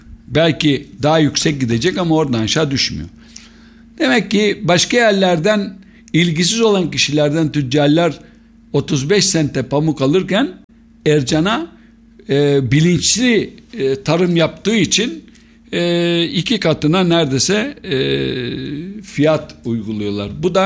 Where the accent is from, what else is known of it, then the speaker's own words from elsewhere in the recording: Eastern Macedonia and Thrace, Greece; Kozikepir Belediyesi gerçekten büyük bir belediye, 58 köy. Bir de en önemlisi de ben de o belediyedenim. Bizim orada daha uzaklardan görünen Üç Kazlar Köyü benim köyüm.